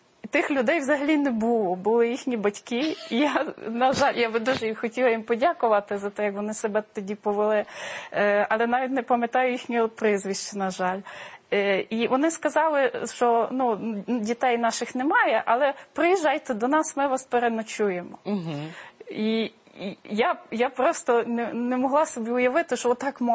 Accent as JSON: {"language": "Ukrainian", "town": "Warsaw", "region": "Masovian Voivodeship", "country": "Poland", "tie": "born or raised there", "second_language": "Ukrainian", "moved": "yes", "said": "І навіть на саму Варшаву, мою рідну Варшаву, яка дуже сильно помінялася за тих більше 20 років, коли я там не живу"}